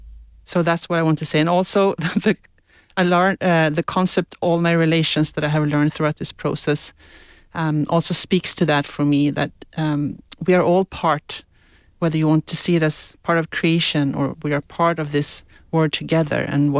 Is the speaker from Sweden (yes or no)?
yes; Sweden; I also didn't realize much about the Sami people in my home country, Sweden, before I came here and read up about the indigenous peoples here.